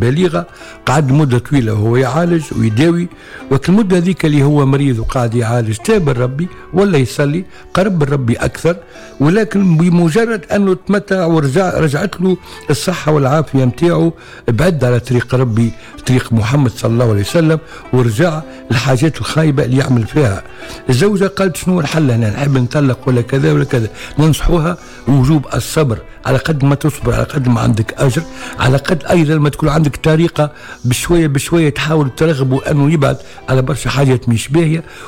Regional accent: Tunisia; ونقول ربي يحفظ بلادنا تونس الحبيبة

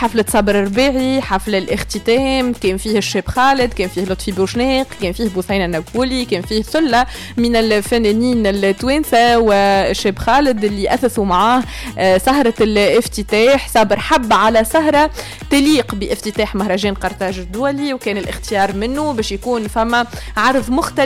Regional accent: Tunisia; من احسن الاصوات اللي عندنا في تونس

